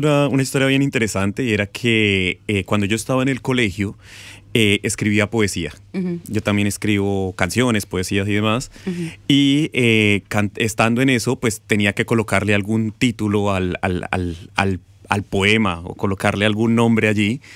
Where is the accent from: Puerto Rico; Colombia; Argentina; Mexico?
Colombia; Colombiano.